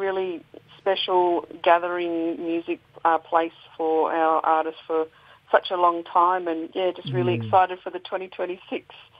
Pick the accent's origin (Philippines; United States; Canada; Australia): Australia; Alice Springs, Northern Territory; born and bred in Mbantua, Alice Springs, Central Desert.